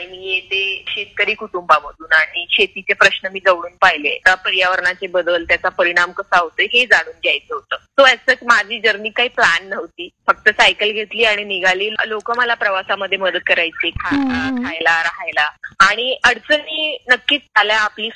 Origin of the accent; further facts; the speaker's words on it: Yavatmal, Maharashtra, India; माझा जिल्हा यवतमाळ येतो, पण मी चंद्रपूरला तिकडे शिकायला गेले